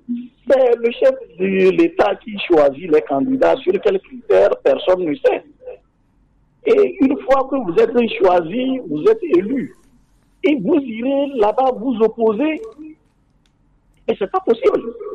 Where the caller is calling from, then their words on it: Légbassito, Maritime, Togo; De Legbacito.